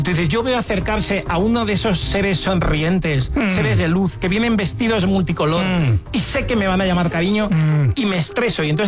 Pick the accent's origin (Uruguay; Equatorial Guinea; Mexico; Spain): Spain; Madrid, Community of Madrid; O sea, yo soy madrileño, pero poco sociable.